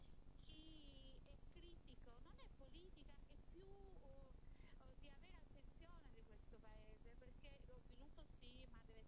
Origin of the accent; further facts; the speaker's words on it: Tirana, Tirana County, Albania; amo la mia Tirana